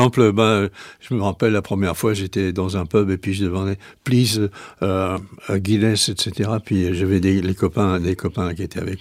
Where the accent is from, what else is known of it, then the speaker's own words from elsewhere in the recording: Nantes, Pays de la Loire, France; Eh ben, je suis nantais, oui.